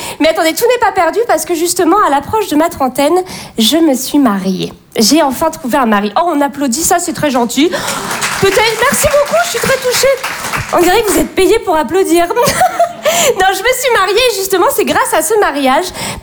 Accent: Bordeaux, Nouvelle-Aquitaine, France; je viens de Bordeaux et ayant grandi dans le milieu bourgeois bordelais, j'ai fait beaucoup de rallyes.

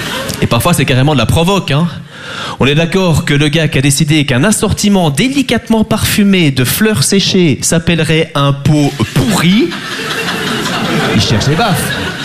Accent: Belgium; Moi, j'adore les Français, même si je suis belge

